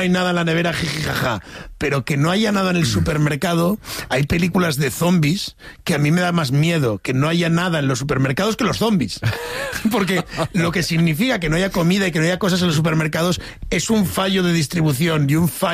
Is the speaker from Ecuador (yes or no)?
no; Asturias, Spain; siendo asturiano